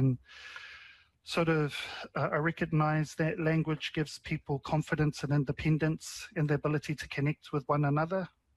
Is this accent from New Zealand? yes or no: yes; Hamilton, Waikato, New Zealand; So I'm from Hamilton, so it was inevitable that I'd land here anyway. So that's why I'm here in Hamilton teaching.